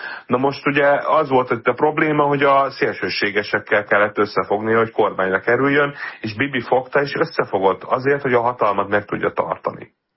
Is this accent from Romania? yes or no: no; Israel; hát persze cionista, hogy izraeli vagyok, szeretném, hogy megmaradjon Izrael